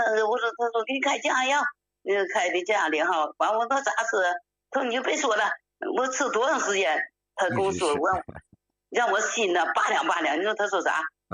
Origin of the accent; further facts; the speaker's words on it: Fushun, Liaoning, China; 我是来自辽宁抚顺的。